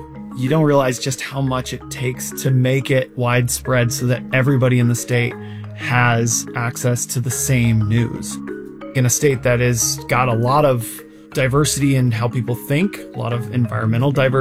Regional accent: Cedar City, Utah, United States; I'm from Cedar City, Utah.

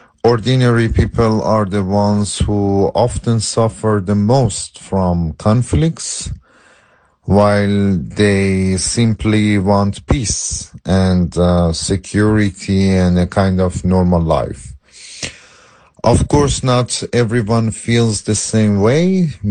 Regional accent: Iran; now in Berlin, Germany; I'm originally from Iran and based in Berlin at the moment.

